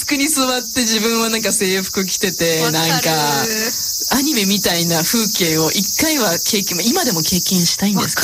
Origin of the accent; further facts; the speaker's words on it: Canada; サンフランシスコ育ちのアナイアとカナダ育ちの私にとっては